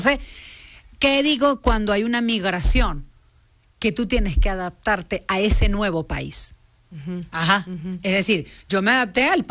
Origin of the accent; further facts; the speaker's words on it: Venezuela; moved away as an adult; now in Mexico; si yo emigré de Venezuela a México, me queda claro.